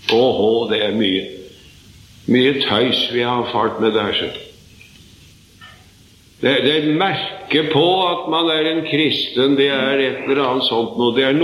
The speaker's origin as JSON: {"language": "Norwegian", "town": "Sarpsborg", "region": "Østfold", "country": "Norway", "tie": "born or raised there"}